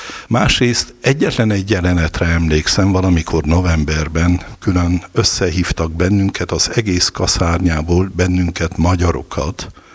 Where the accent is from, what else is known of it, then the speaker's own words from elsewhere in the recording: Ghelința, Covasna, Romania; moved away; also born or lived in Alba Iulia / Rome; a háromszéki Kovászna megyei Gelencén születtem. Hát a gyermekéveim szülőfalumban teltek el, ahol szintiszta katolikus székelyfaluról lévén szó